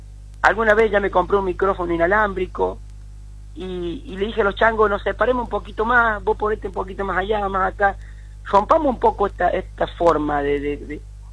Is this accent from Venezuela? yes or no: no; Sebastián Elcano, Córdoba, Argentina; yo me crié en el pueblo, en Sebastián Elcano, que es un pueblo chico de algo de 3.500, 4.000 habitantes, en el norte de la provincia de Córdoba.